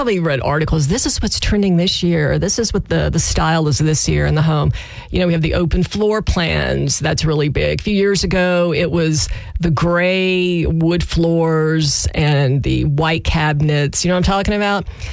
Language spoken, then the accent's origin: English; Louisiana, United States; where I grew up in South Louisiana